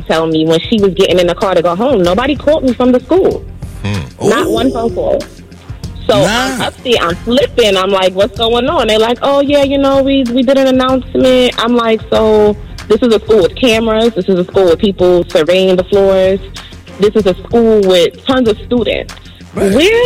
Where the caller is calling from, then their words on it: New York City, New York, United States; I'm calling from Brooklyn.